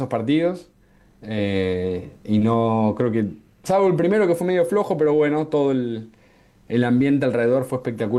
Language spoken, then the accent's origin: Spanish; Argentina; now in Mexico City, Mexico; para nosotros como argentinos